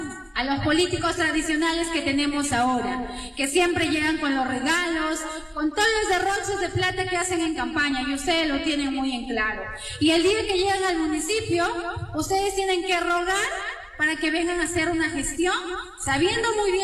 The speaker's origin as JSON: {"language": "Spanish", "town": "Urubamba", "region": "Cusco", "country": "Peru", "tie": "born or raised there", "said": "como ciudadana cajarurina, como cubambina, y con ese amor que siento por mi tierra, por mi pueblo que me ha visto nacer y crecer y desarrollarme en muchos sentidos, como profesional, como comerciante y en todo mi ámbito"}